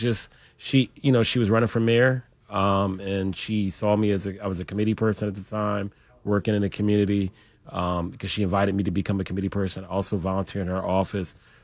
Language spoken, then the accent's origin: English; Philadelphia, Pennsylvania, United States; I grew up in North Philadelphia around 11th and Tioga. Around when I was about 10, I moved to Mount Airy.